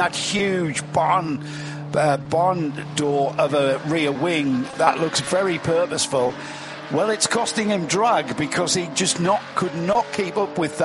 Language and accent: English; England, United Kingdom; I'm English, I'm British.